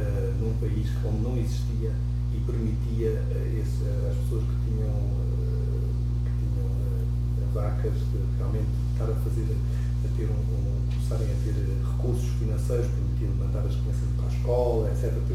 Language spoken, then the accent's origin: Portuguese; Portugal; nós, como portugueses, nós temos muitas vantagens neste motivo de vida